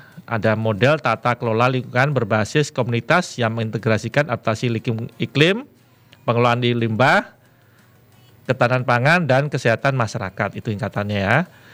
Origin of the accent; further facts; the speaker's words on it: Madiun, East Java, Indonesia; born there; Ini kota saya, kota lahir saya gitu ya. Tempat kita bekerja di sini.